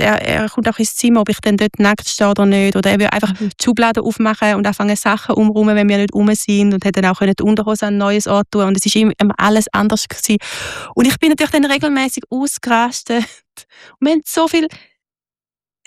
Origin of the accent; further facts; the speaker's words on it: Switzerland; moved away; Wo wir hingehen, werden wir geliebt als Schweizer. Nur schon mit unserer weißen Haut werden wir überall geliebt.